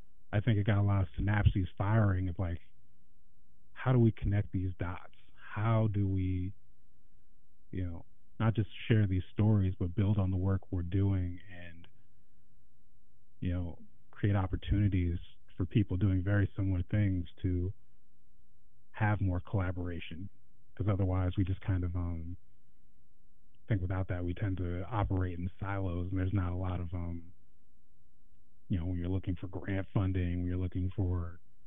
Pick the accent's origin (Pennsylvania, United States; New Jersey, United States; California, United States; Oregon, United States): Oregon, United States; Lake Oswego; I grew up in Lake Oswego, which is right next door to Portland.